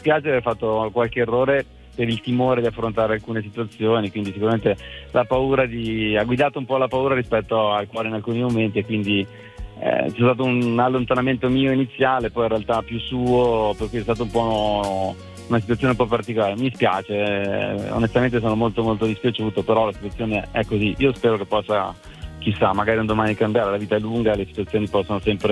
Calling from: Milan, Lombardy, Italy; Da Milano

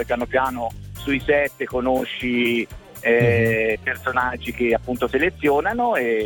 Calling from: Lucca, Tuscany, Italy; Chiamo da Lucca.

